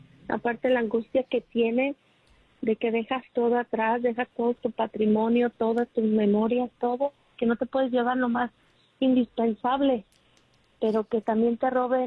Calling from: Ontario, California, United States; Pues yo vivo en Ontario

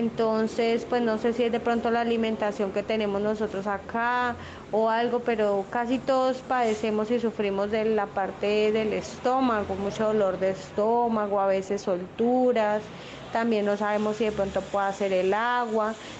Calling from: Fresno, Tolima, Colombia; de Fresno, Tolima.

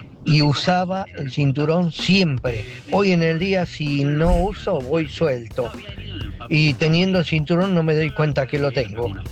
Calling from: Banfield, Buenos Aires Province, Argentina; Vengo de Banfield.

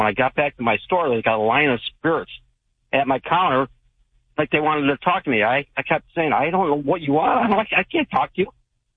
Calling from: Maui, Hawaii, United States; I'm from Maui, Hawaii.

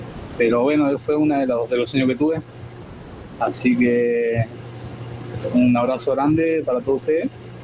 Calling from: Santa Catarina, Brazil; acá de Brasil, Santa Catarina. Trabajando como siempre acá en la panadería

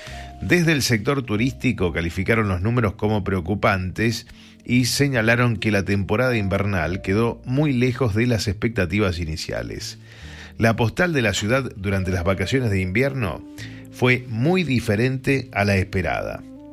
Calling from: Campana, Buenos Aires Province, Argentina; Fabri, acá estoy escuchando, soy de Campana.

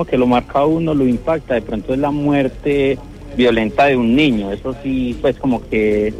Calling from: Pereira, Risaralda, Colombia; Desde la ciudad de Pereira.

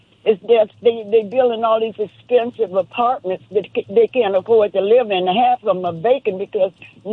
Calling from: Los Angeles, California, United States; I am from Los Angeles.

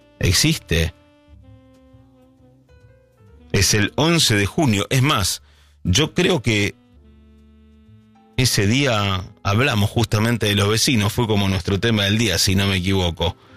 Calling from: Santiago del Estero, Argentina; de Santiago del Estero.

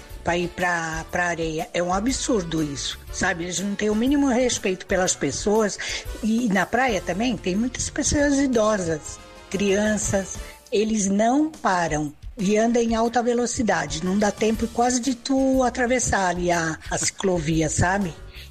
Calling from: Santos, São Paulo, Brazil; eu sou de Santos.

